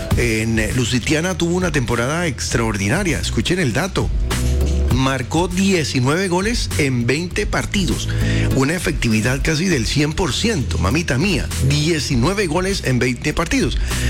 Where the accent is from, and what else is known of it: Colombia